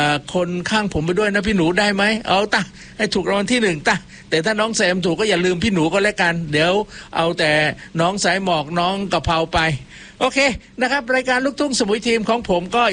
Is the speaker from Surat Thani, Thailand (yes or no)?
yes; Ko Samui, Surat Thani, Thailand; ผมเป็นคนสมุยนะฮะ